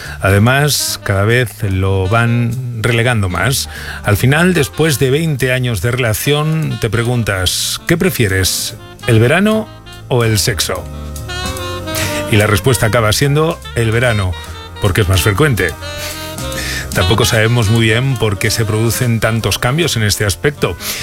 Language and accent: Spanish; Bilbao, Basque Country, Spain; now in Tarragona, Spain; Soy de Bilbao, pero vivo en Tarragona.